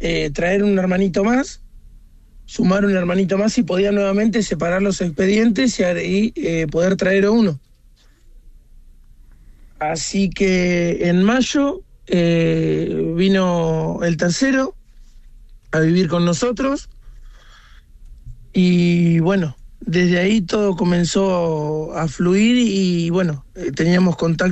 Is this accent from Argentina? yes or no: yes; Henderson, Buenos Aires Province, Argentina; Somos de Henderson, provincia de Buenos Aires.